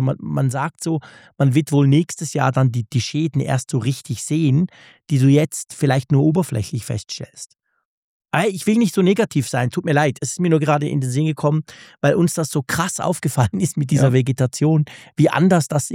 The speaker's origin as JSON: {"language": "German", "country": "Switzerland", "said": "aber dort unten ist es viel grüner als bei uns in der Schweiz."}